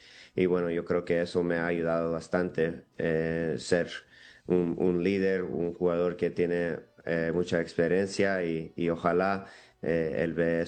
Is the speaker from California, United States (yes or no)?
yes; Los Angeles, California, United States; moved away as an adult; also born or lived in Seattle; Yo nací en Los Ángeles, me crecí ahí, 18 años. Y me fui al colegio, a la universidad en Seattle y ahí me quedé otros 12, 13 años ahí en Seattle. Y la verdad son dos ciudades donde crecí